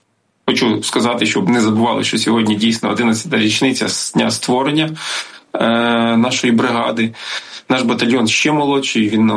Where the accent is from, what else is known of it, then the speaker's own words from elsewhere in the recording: Boryspil, Kyiv Oblast, Ukraine; моє рідне місто Бориспіль, в якому я народився, в якому я провів кращі роки життя.